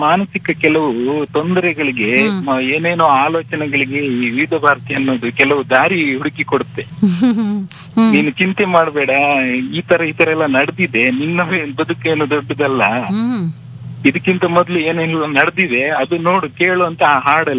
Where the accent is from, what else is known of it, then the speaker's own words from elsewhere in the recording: Mangalore, Karnataka, India; accent: Mangalore; moved away as an adult; now in Bengaluru, India; ಅದು ಮಂಗಳೂರು, ಮಂಗಳೂರಿಂದ. ಮಂಗಳೂರಲ್ಲಿ ನಮ್ಮ ಹುಟ್ಟೂರು ಮಂಗಳೂರು. 25 ವರ್ಷ ಮಂಗಳೂರಲ್ಲಿ ಬೆಳೆದೆ.